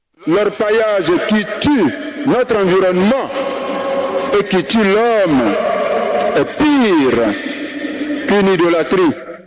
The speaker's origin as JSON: {"language": "French", "country": "Côte d’Ivoire", "said": "Chez nous en Côte d'Ivoire"}